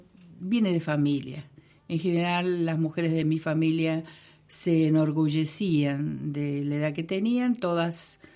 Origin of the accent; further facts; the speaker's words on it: Córdoba, Argentina; como buena cordobesa serrana soy refranera